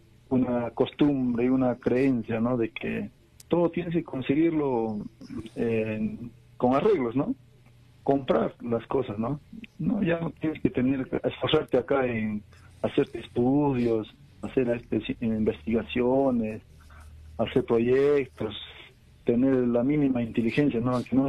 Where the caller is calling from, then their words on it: Juliaca, Puno, Peru; de Juliaca.